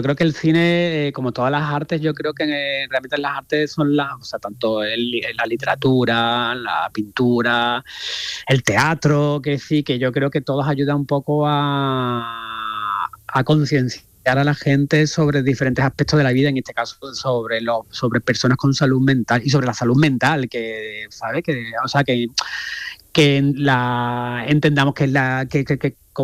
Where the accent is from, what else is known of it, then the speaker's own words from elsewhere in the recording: Andalusia, Spain; yo soy una mezcla entre barroco, porque claro, soy andaluz